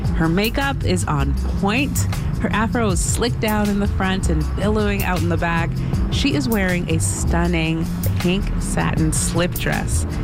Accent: Toronto, Ontario, Canada; So growing up in Toronto, I learned pretty quickly

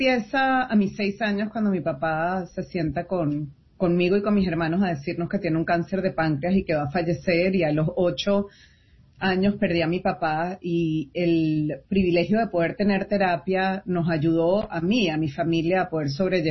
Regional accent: Paraguay; moved away as an adult; soy de Paraguay y bueno, fui inmigrante por elección a los 25 años y como todos sabemos es una decisión bastante difícil de dejar el país atrás

